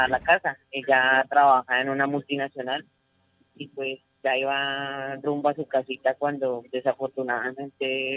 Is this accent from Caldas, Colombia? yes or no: no; Bogotá, Colombia; Yo soy de Bogotá, nosotros realmente vivimos en Bogotá.